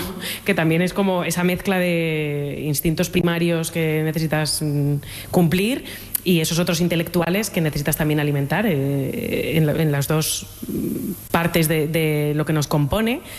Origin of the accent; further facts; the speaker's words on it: Valencian Community, Spain; Soy valenciana.